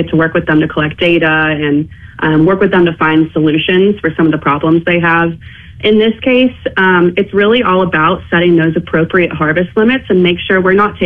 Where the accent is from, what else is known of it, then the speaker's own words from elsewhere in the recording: Tennessee, United States; moved away as an adult; also born or lived in California; now in Gulf Coast, United States; I'm originally from Tennessee, but went to school in California for marine biology